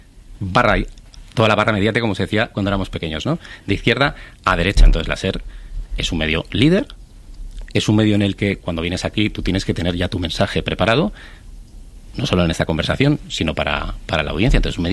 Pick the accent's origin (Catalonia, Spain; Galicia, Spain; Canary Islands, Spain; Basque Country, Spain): Basque Country, Spain; San Sebastián; now in Madrid, Spain; Tú y yo somos de Donosti. Pero llevamos ya muchísimos años en Madrid. Yo suelo decir un poco en broma que, en fin, yo ya llevo viviendo más en Madrid que en Donosti.